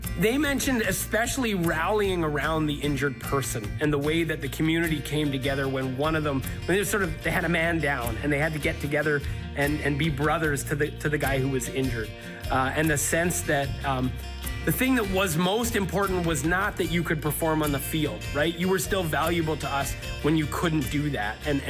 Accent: Regina, Saskatchewan, Canada; born or raised there

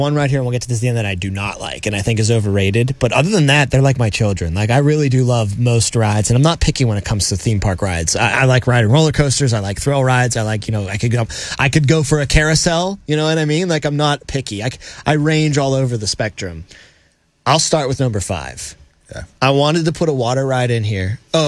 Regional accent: Mount Lebanon, Pennsylvania, United States; in the South Hills and growing up in Mount Lebanon, you know, you never went to West Mifflin really, unless you were going to Kennywood.

